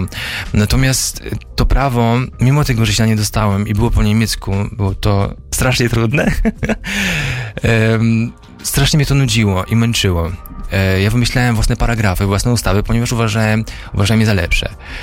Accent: Bielsko-Biała, Silesian Voivodeship, Poland; born there; Ja urodziłem się w ogóle na południu Polski, w Bielsku-Białej. Też mieszkałem jakiś tam dłuższy okres w Polsce.

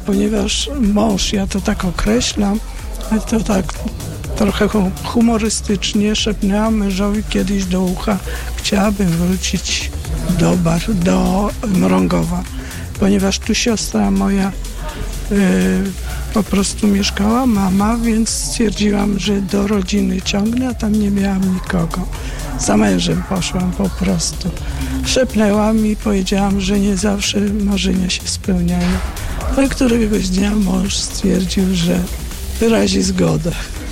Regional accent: Bartoszyce, Warmian-Masurian Voivodeship, Poland; moved away as an adult; also born or lived in Kraków; urodziłam się w Bartoszycach, przy ośrodku szkolno-wychowawczym. I tam spędziłam część mojego życia, największą, ponad do 20 roku mojego życia.

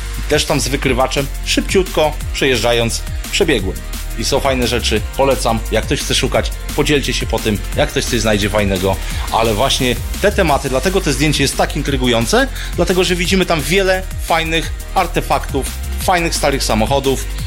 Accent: Ostróda, Warmian-Masurian Voivodeship, Poland; pochodzę z Ostródy.

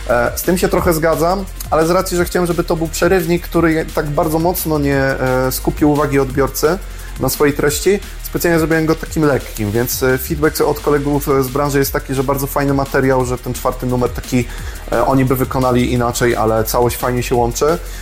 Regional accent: Kruszwica, Kuyavian-Pomeranian Voivodeship, Poland; moved away; also born or lived in Inowrocław / Toruń; Podziękowałem mojemu rodzinnemu miastu

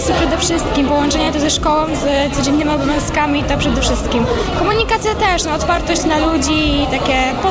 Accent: Bydgoszcz, Kuyavian-Pomeranian Voivodeship, Poland; jestem z Bydgoszczy, gospodarz ramienia Burs numer 1.

